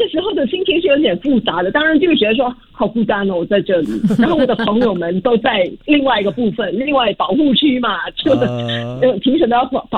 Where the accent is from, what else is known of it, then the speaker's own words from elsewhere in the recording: Singapore; 我们是新加坡人，谁说我们的中文不好？